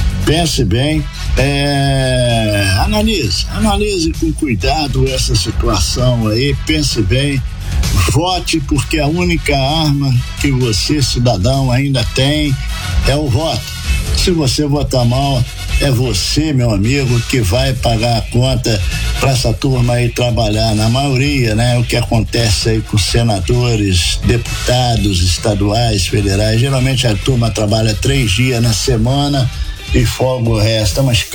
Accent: Brazil; nós aqui somos do Brasil e nós torcemos pelo Brasil

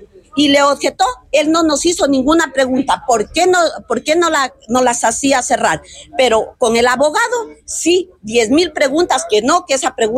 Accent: Catamayo, Loja, Ecuador; nosotros que somos de aquí de Catamayo.

